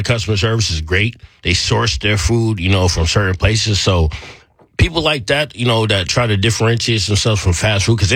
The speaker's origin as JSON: {"language": "English", "region": "New York", "country": "United States", "tie": "born or raised there", "said": "Growing up in New York, you know, working after culinary school, working in New York City and going through, you know, Michelin restaurants."}